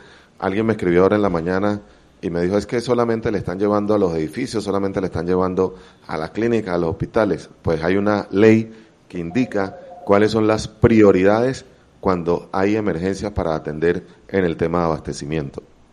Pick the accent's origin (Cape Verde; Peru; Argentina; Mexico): Cape Verde; Claro. Cabo Verde, que... mi pueblo del alma.